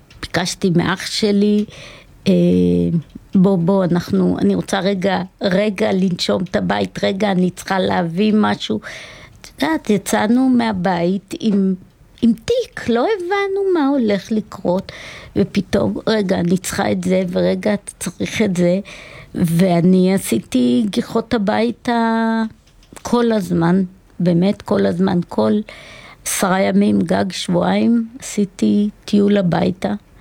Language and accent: Hebrew; Northern District, Israel; גלילים, כולנו גלילים